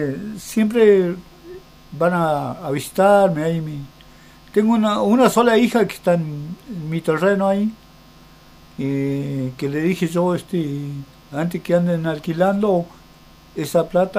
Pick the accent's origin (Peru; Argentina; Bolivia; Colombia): Argentina; Pilcaniyeu, Río Negro; moved away as an adult; now in Virgen Misionera, Argentina; Me nací ahí, me crié